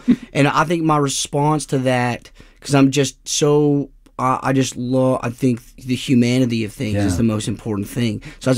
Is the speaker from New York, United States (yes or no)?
no; Tennessee, United States; Me and Brenna are from the same area, kind of Appalachia. She's from Eastern Kentucky. I'm from Eastern Tennessee.